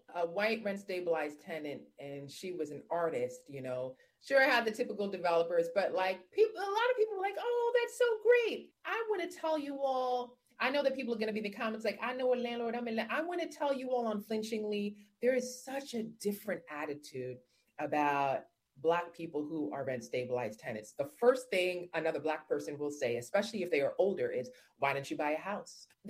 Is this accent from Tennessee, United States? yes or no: no; New York City, New York, United States; I grew up in Brownsville, Brooklyn, and that is a low-income area in New York City